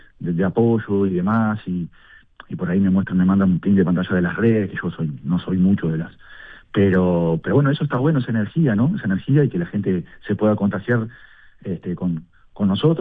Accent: Noblía, Cerro Largo, Uruguay; moved away; yo soy de Noblía, con mucho orgullo.

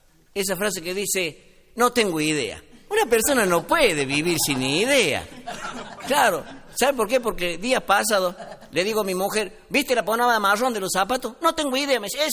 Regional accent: Córdoba, Argentina; Ustedes saben que nosotros los cordobeses nos caracterizamos generalmente por los cuentos cortos.

